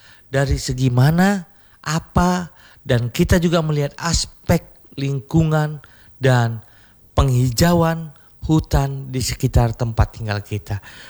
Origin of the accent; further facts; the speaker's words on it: Aceh, Indonesia; Tentunya kita Aceh sudah pernah kita rasakan bagaimana dahsyatnya tsunami Aceh 2004.